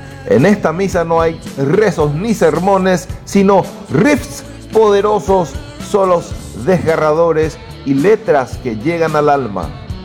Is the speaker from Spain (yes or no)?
no; Paraguay